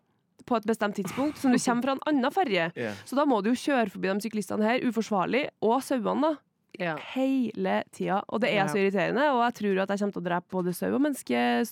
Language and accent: Norwegian; Lithuania; now in Norway; Jeg er jo fra Litauen, som jeg liker å snakke om hver jævla gang jeg er her.